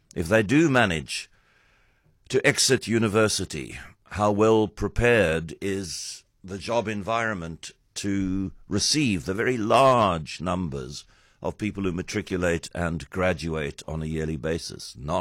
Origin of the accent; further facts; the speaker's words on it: South Africa; as a South African citizen who wants the best for this country and its people